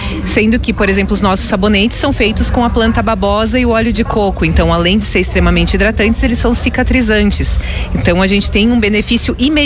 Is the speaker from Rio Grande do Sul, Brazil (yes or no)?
yes; Farroupilha, Rio Grande do Sul, Brazil; nós somos de Farroupilha mesmo